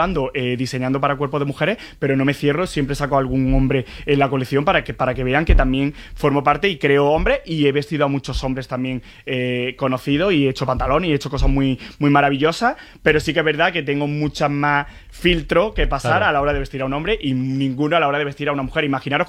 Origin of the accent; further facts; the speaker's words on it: Andalusia, Spain; voy a inspirarme en una colección en Córdoba. Quiero llevar mi tierra por bandera, Julio Romero de Torres, la Amapá, la de mi Valle de los Pedroches, los patios de Córdoba